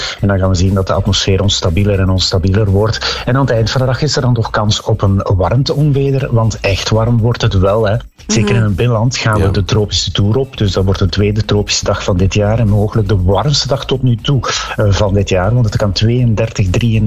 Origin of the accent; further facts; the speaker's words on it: Ghent, East Flanders, Belgium; Ik ben geboren en getogen in Gent.